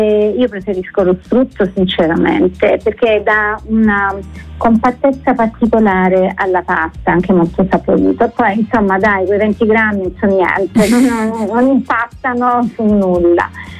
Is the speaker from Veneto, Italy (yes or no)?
no; Apulia, Italy; Tu sai che io sono salentina, no? Sono pugliese comunque.